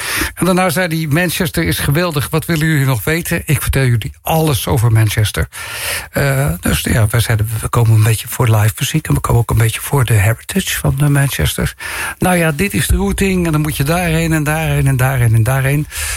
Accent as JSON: {"language": "Dutch", "country": "Netherlands", "said": "we komen uit de Netherlands en we zijn tourists."}